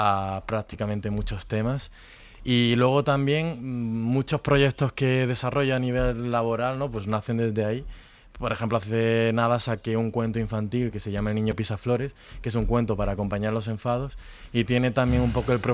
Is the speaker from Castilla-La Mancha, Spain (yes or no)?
no; Andalusia, Spain; yo que soy de Andalucía y que pertenecía a la Asociación 22Q de Andalucía